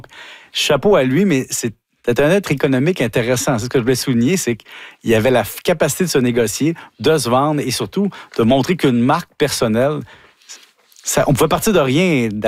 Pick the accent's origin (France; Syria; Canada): Canada; Quebec; moi je viens d'Halifield